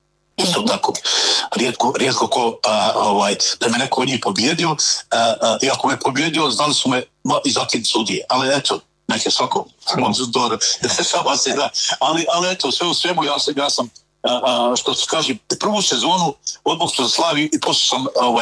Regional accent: Zenica, Federation of Bosnia and Herzegovina, Bosnia & Herzegovina; dok sam bio ja ovako mlađi, bio sam nestrašan i znate, odrastao sam u Zenci, tako i po školama

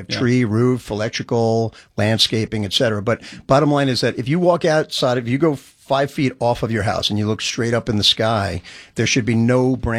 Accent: New Jersey, United States; also born or lived in Brooklyn

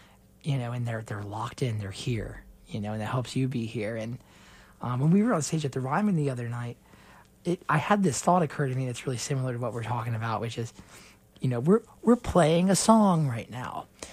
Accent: Spring Hill, Tennessee, United States; Because I grew up in Spring Hill, you know. My school was right near the co-op down there.

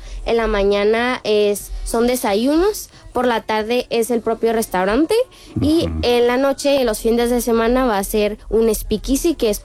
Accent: Mexico; queremos transmitir eso que nosotros sentimos siendo mexicanos

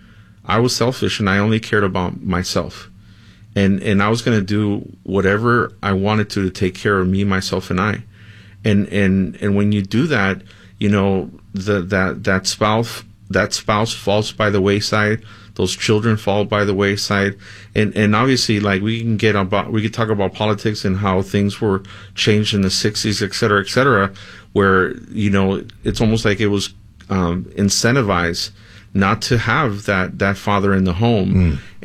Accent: Watts, California, United States; also born or lived in Mexico; So, although I was born in Mexico, I was raised in Watts, and at a young age, I got, you know, initiated into a gang

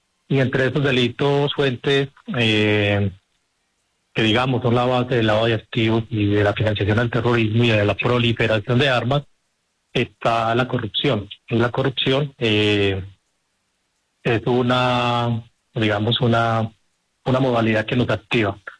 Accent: Colombia; como muchos colombianos, estamos cansados de la manera como se saquea o se desfalca el sistema de salud.

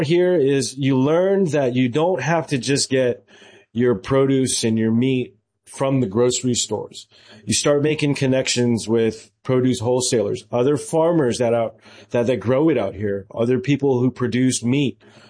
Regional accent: Hawaii, United States; also born or lived in California / Arizona; Born and raised in Hawaii, 1 year old to 6 years old. I have 5 generations of family that live there. So for the most part, that's command center for home. I lived in California for quite some time, lived in Southern California, lived in Arizona

